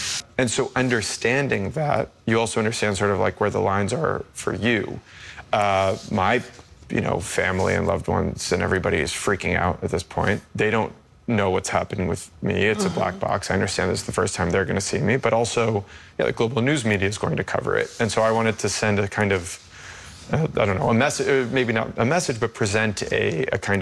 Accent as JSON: {"language": "English", "country": "United States", "said": "And I'm an American journalist."}